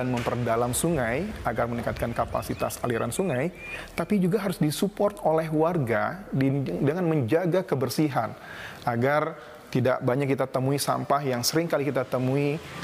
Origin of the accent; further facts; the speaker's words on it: Jakarta, Indonesia; born there; Saya tinggal di Jakarta, saya lahir di Jakarta